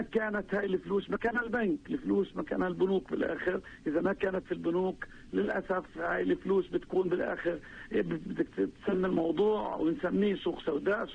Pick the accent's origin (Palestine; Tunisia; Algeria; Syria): Palestine; إحنا فلسطينيين